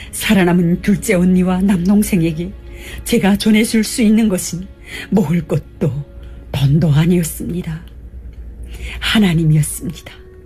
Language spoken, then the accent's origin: Korean; North Hamgyong, North Korea; born there; moved away; 저는 북한 함경북도에서 태어나 가족을 잃고 생계를 책임져야 했습니다. 가족을 위해 중국으로 갔다가 인신매매를 당했고